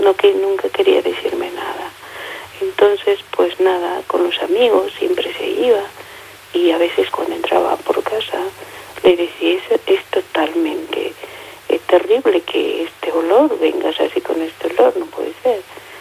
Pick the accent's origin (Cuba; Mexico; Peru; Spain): Peru